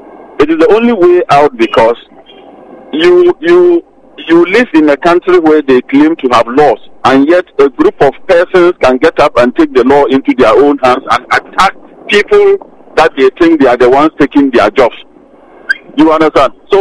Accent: Ghana; So why won't I come back to start a life in Ghana, my home country?

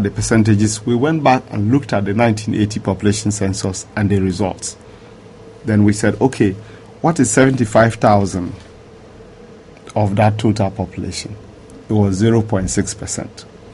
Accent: Ghana; I'm a Ghanaian.

